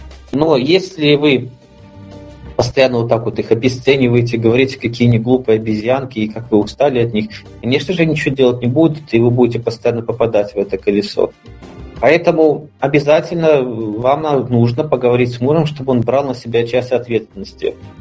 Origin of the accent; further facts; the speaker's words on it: Belarus; Я из Беларуси, Александр Григорьевич Лукашенко, тоже видно, что бегает, аки конь пашет.